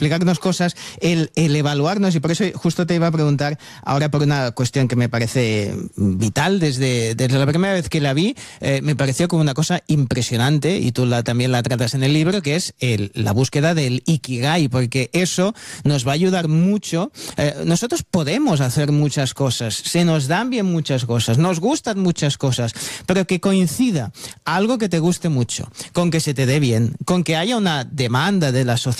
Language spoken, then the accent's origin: Spanish; Catalonia, Spain; que soy catalán